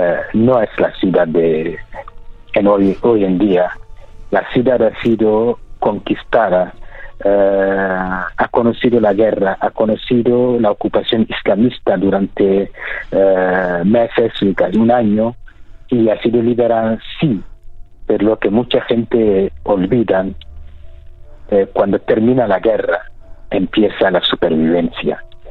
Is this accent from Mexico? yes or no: no; Mali; en mi tierra, en el desierto y del río Níger